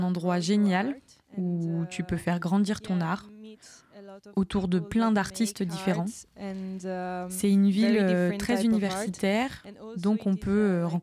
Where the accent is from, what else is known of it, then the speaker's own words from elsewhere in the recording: Milan, Lombardy, Italy; born there; French is a second language; now in Bologna, Italy; Je suis née à Milan et maintenant j'habite en Bologne. J'ai vécu à Milan 10 ans et j'ai déménagé pour commencer mes études et commencer à faire du chant jazz.